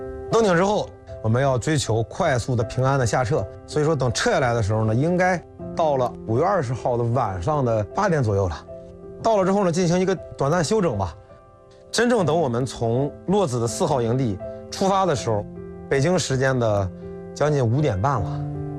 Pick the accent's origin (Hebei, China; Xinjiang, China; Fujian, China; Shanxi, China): Hebei, China; Shijiazhuang; 想到我的家乡啊，石家庄，想到这些好吃的，其实是这些支撑我回来的。